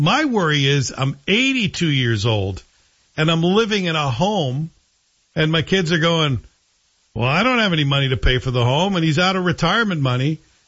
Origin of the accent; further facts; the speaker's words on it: Coatbridge, Scotland, United Kingdom; moved away; I grew up in Town Head, Cope Ridge.